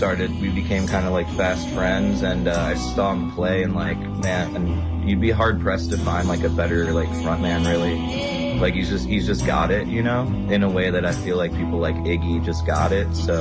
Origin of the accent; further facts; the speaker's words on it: Cleveland Heights, Ohio, United States; also born or lived in Nashville / Oakland; I bounced around and lived in like Nashville and then Oakland and then bounced back to Cleveland. I'm from the East Side. I'm from Cleveland Heights, University Heights.